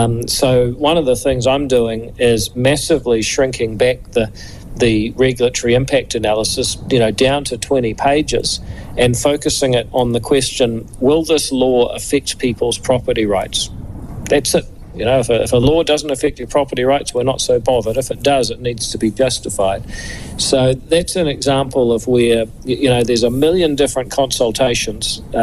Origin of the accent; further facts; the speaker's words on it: New Zealand; I am proud as a New Zealander